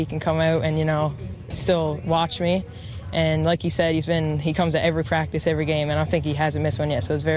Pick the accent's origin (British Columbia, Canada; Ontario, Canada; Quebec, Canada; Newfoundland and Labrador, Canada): Newfoundland and Labrador, Canada; Paradise; I'm from Paradise.